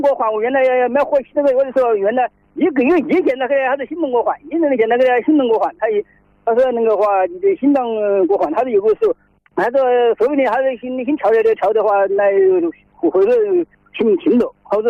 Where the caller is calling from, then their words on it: Shishou, Hubei, China; 我是石首市秀林班，是元朗村九州。